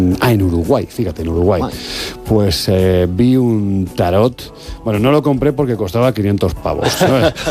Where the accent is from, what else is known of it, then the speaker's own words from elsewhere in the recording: Andalusia, Spain; y yo soy andaluz, no soy exagerado, de verdad, para flipar.